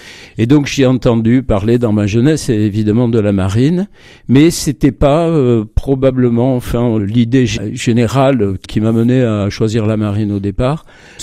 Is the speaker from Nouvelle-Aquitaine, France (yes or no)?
yes; Saint-Paul-lès-Dax, Nouvelle-Aquitaine, France; accent: southwest; moved away as an adult; now in Marne, France; je suis originaire des Landes.